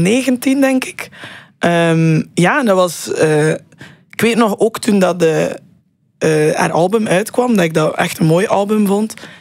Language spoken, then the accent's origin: Dutch; Roeselare, West Flanders, Belgium; Ik kom ook van Roeselare, dus heb daar geen grote concertzaal of zo.